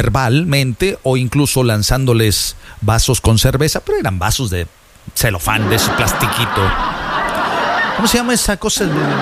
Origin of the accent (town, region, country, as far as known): Mexico